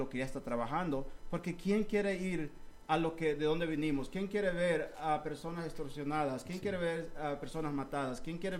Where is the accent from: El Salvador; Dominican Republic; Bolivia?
El Salvador; Somos los mismos salvadoreños en un lugar y en otro.